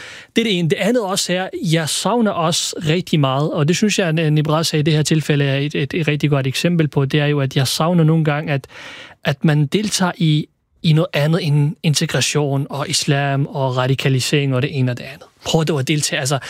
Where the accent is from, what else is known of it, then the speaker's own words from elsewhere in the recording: Iraq; Danish is a second language; now in Denmark; Og jeg er født og opvokset i Irak. Men jeg er dansk i hjertet